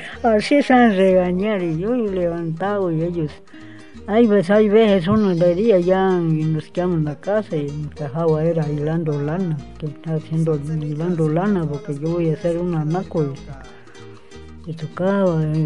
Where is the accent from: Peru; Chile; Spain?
Peru; Tapiche, Loreto; yo soy de Tapiche.